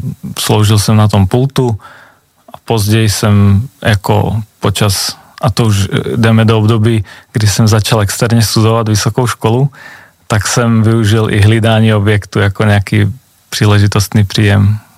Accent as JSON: {"language": "Czech", "country": "Slovakia", "second_language": "Czech", "moved": "yes", "lives_now": "Czech Republic", "said": "jsem teda Slovák"}